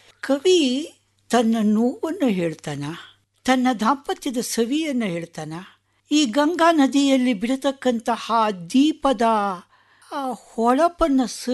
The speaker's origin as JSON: {"language": "Kannada", "town": "Bengaluru", "region": "Karnataka", "country": "India", "said": "ನಾನು ಬೆಂಗಳೂರು ಸಾರ್ ಅಂದೆ."}